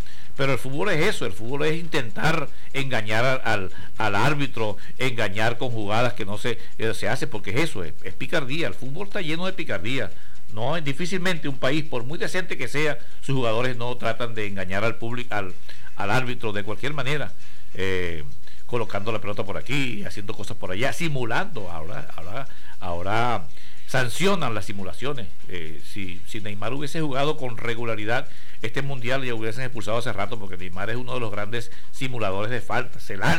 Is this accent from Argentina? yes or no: no; Venezuela